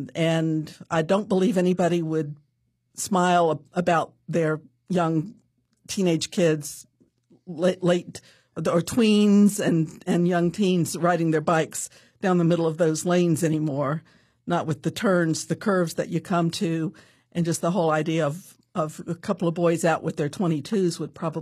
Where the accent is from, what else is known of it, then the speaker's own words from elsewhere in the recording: Orange County, North Carolina, United States; I grew up on Mount Carmel Church Road in Orange County as the crow flies. Very close to where I live now, just across Edwards Mountain.